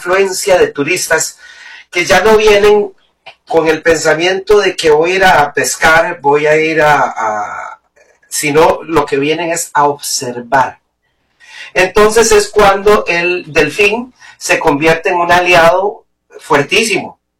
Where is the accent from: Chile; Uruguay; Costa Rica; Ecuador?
Costa Rica; como artista en este momento ya calificado como compositor costarricense, como artista nacional